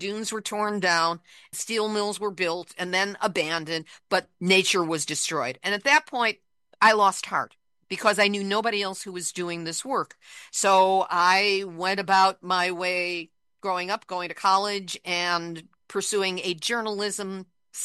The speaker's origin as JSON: {"language": "English", "town": "Chicago", "region": "Illinois", "country": "United States", "tie": "born or raised there", "said": "I tried being an environmental activist when I was in my teens. I grew up in Chicago."}